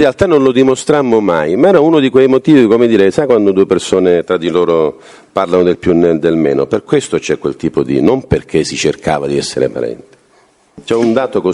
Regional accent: Sicily, Italy; qui in Sicilia

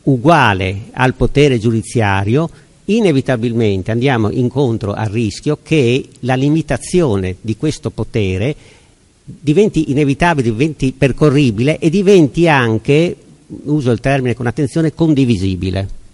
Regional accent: Friuli-Venezia Giulia, Italy; io vengo dal Friuli, vengo dai confini dell'Impero

